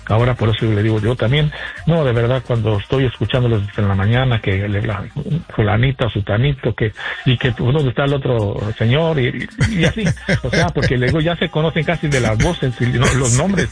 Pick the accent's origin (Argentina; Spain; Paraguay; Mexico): Mexico; Guanajuato; Soy del estado de Guanajuato.